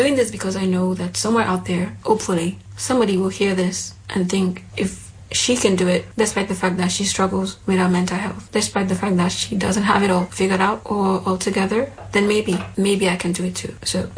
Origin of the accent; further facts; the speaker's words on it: Nigeria; accent: Nigerian; moved away as an adult; also born or lived in Greece; Okay, so I'm from Nigeria. I lived in Nigeria up until I was 18 years old, and then I moved to Greece. I lived in Greece for about 4 years